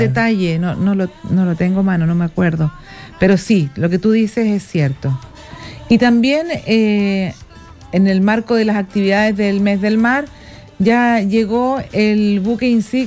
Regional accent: Iquique, Tarapacá, Chile; Esto tiene un significado especial para quienes somos iquiqueños.

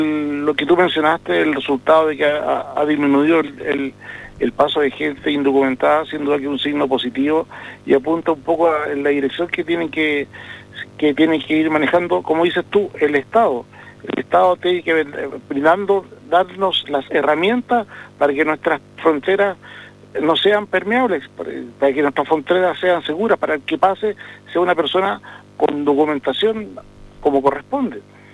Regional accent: Chile

